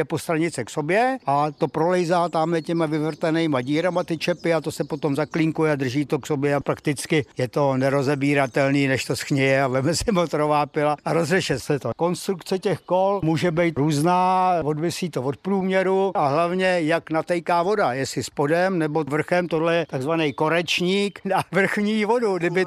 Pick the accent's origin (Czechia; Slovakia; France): Czechia; Petrovice, Central Bohemian Region; a pocházíme z Petrovic u Sedlčan.